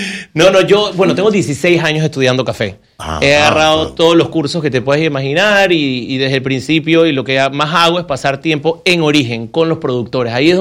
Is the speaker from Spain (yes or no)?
no; Panama; Yo soy gastrónomo panameño